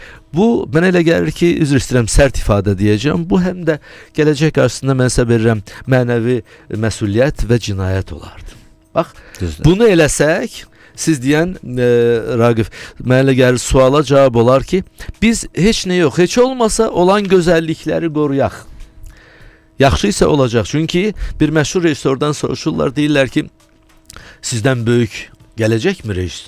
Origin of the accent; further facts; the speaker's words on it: Ujar, Shirvan, Azerbaijan; born there; Mən isə Ucarda doğulmuşam.